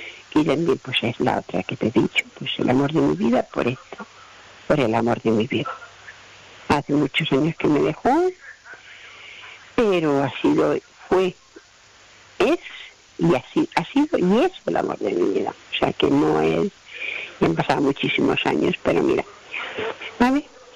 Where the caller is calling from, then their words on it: Palma, Balearic Islands, Spain; Hola, mami. Buenas noches. … de Palma.